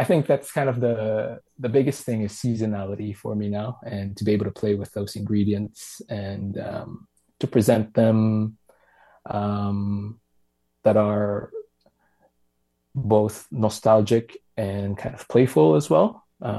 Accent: Philippines; now in Whistler, Canada; a lot of the stuff I grew up with in the Philippines, they're mostly two seasons that we get. So a lot of things are really available year round.

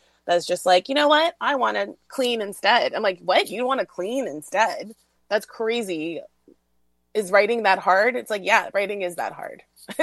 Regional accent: Canada; I'm Asian. So rice, it made sense. I'm Vietnamese Canadian.

